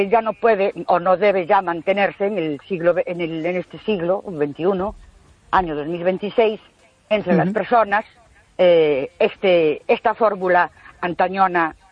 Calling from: Ourense, Galicia, Spain; de Ourense.

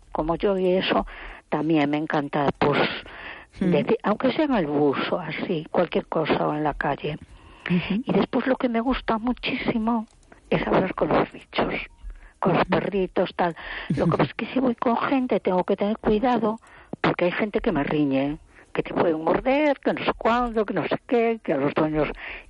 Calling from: A Coruña, Galicia, Spain; Hola, soy … de Coruña.

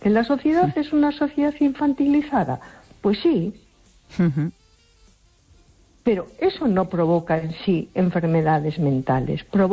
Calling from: A Coruña, Galicia, Spain; de Coruña.

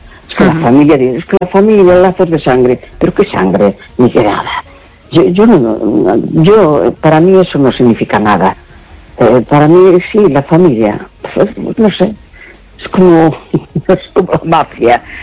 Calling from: A Coruña, Galicia, Spain; de La Coruña.

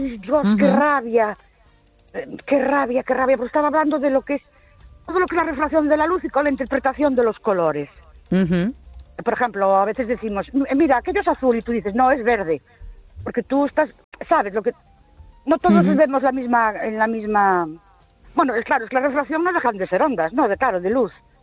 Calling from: Ourense, Galicia, Spain; Buenas noches … de Ourense.

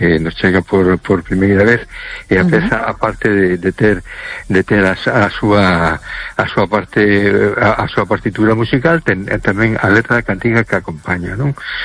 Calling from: A Coruña, Galicia, Spain; Hola, boa noite … de Coruña.

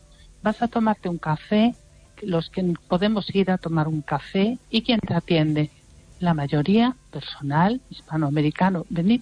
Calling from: Lugo, Galicia, Spain

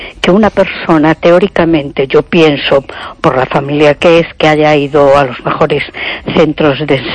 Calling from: A Coruña, Galicia, Spain; de Coruña.

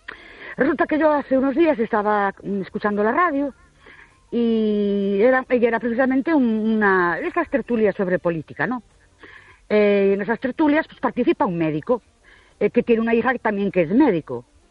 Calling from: Ourense, Galicia, Spain; Buenas noches … de Orense otra vez.

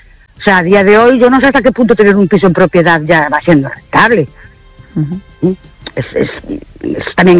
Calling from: Ourense, Galicia, Spain; Buenas noches … de Ourense otra vez.

